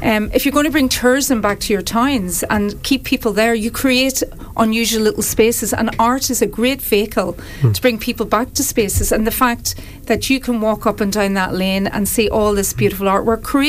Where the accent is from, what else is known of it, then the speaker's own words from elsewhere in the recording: Holywood, Northern Ireland, United Kingdom; now in Wexford, Ireland; I'm originally from Hollywood, County Down.